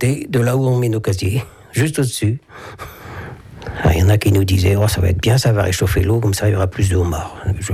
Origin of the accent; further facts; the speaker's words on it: Trézien, Brittany, France; marin pêcheur à l'Empol Plouarzel. Enfin, à Plouarzel, je suis de Trésien.